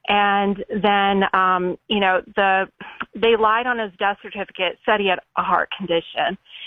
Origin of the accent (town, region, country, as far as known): Dallas, Texas, United States; now in Michigan, United States